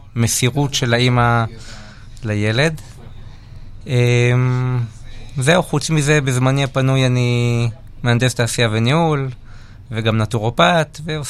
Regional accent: Parod, Northern District, Israel; אני הגעתי מהגליל

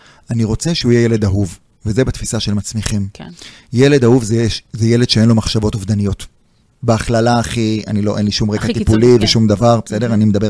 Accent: Jerusalem, Jerusalem District, Israel; הייתי בכיתה נוראית, בבית ספר נוראי, בשכונה נוראית, במקום כן. שנקרא רגיל, בסדר? הייתי בירושלים

